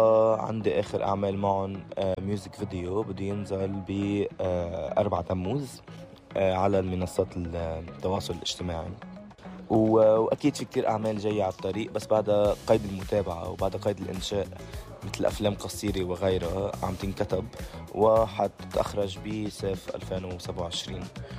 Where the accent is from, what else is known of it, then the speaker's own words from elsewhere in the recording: Lebanon; كوني أنا مخرج لبناني عم شارك بمهرجان تونسي